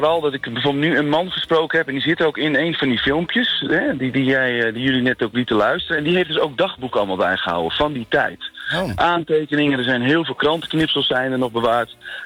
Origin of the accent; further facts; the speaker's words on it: Friesland, Netherlands; Ja, het is fascinerend Bert, want ik ben zelf Fries en het zijn allemaal nuchtere Friezen.